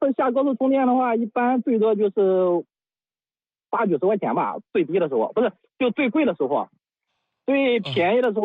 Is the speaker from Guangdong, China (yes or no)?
no; Linyi, Shandong, China; 因为我车是临沂这边，我老家就是临沂的嘛。